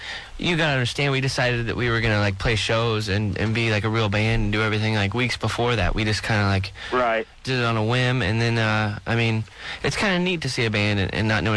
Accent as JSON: {"language": "English", "town": "Corona", "region": "California", "country": "United States", "said": "I'm not from San Diego. I'm from Corona."}